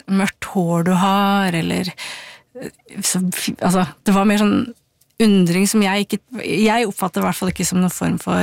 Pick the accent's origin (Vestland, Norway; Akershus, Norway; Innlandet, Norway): Innlandet, Norway; Ilseng; jeg kom fra Ilseng, som var på en måte bondelandet.